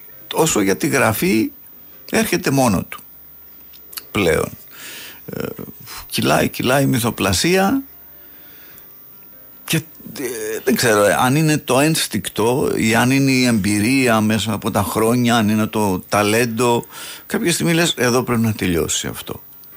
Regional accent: Arta, Epirus, Greece; στην Άρτα, ας πούμε, στην πατρίδα μου

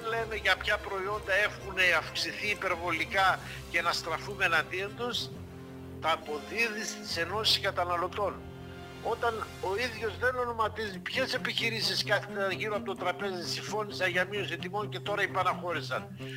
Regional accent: Greece

